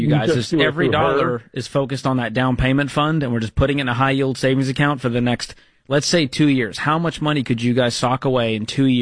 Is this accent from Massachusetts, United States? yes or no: yes; Boston, Massachusetts, United States; I mean, I'm from the Boston area.